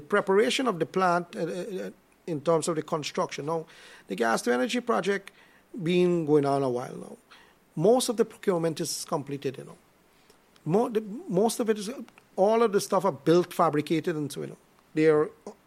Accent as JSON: {"language": "English", "town": "Vreed en Hoop", "region": "Essequibo Islands-West Demerara", "country": "Guyana", "tie": "born or raised there", "said": "I born and raised in Vredenhoop."}